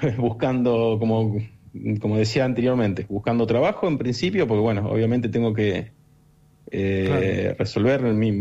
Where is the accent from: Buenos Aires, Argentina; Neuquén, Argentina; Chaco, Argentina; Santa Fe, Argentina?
Buenos Aires, Argentina; now in Puerto Madryn, Argentina; yo, en mi caso particular, por ejemplo, soy de Buenos Aires, me vine acá a Puerto Madryn hace 3 años con el doctorado.